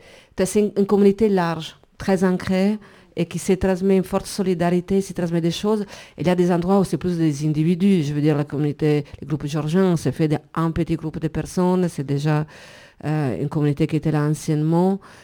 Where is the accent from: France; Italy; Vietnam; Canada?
Italy; C'est pas parce que je suis italienne.